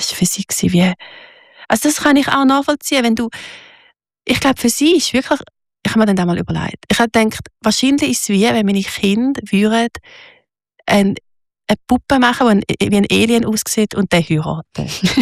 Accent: Switzerland; moved away; Wo wir hingehen, werden wir geliebt als Schweizer. Nur schon mit unserer weißen Haut werden wir überall geliebt.

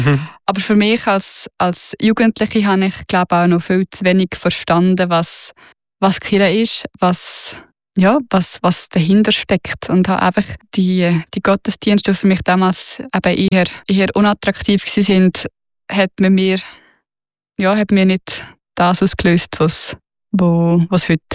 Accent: Lucerne, Switzerland; ich bin auf dem Land im Kanton Luzern aufgewachsen, das ist dort wie gar keine Frage gewesen, das haben alle gemacht.

